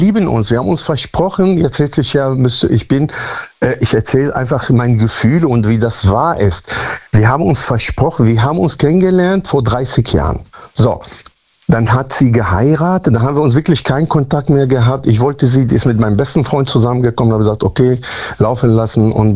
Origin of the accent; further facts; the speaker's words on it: Münster, North Rhine-Westphalia, Germany; Münster-Westfalen. Ich komme aus Münster-Westfalen.